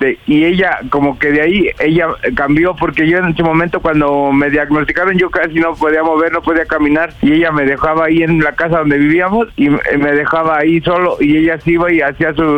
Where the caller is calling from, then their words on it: Mexico City, Mexico; tengo 43 años y soy de la Ciudad de México, alcaldía Miguel Hidalgo.